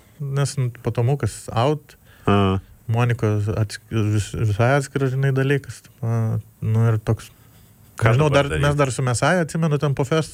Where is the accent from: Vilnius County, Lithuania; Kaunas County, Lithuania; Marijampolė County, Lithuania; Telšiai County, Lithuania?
Telšiai County, Lithuania; Mažeikiai; aš taip pat iš Mažeikių esu